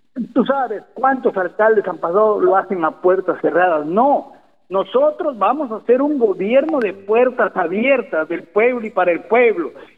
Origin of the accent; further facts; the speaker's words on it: Olmos, Lambayeque, Peru; mi pueblo de Olmos